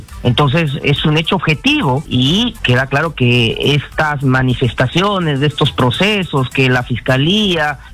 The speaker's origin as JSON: {"language": "Spanish", "country": "Peru", "said": "Yo tengo confianza aún de que puedo defenderme en mi país."}